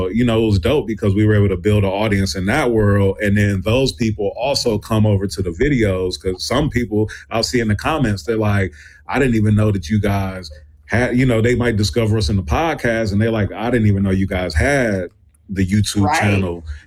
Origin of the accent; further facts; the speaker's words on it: Milwaukee, Wisconsin, United States; So, you know, I'm from Milwaukee, Wisconsin.